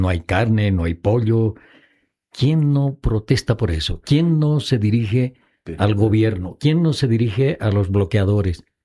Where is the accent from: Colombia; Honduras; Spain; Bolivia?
Bolivia